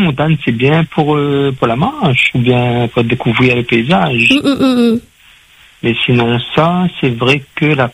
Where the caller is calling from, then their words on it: Saint-Denis, Réunion; Donc j'habite à Saint-Denis, 45 ans.